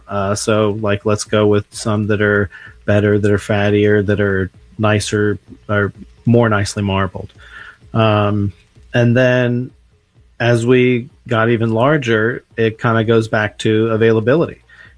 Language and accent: English; Texas, United States; also born or lived in New York City; they hired me because I was from Texas.